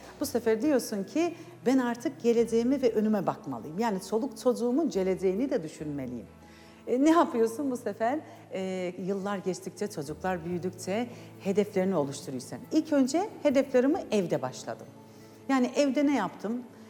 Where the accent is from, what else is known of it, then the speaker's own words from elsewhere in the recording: Çayeli, Rize, Turkey; Rize Çayeli'liyim